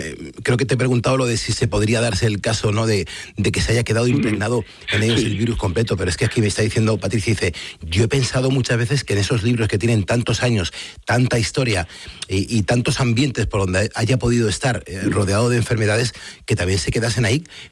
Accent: Murcia, Region of Murcia, Spain; Bueno, 3 horicas, el orica es que soy de Murcia, ¿verdad?

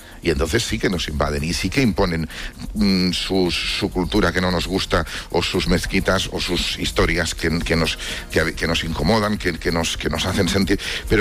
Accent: Spain; como españoles, como sociedad española

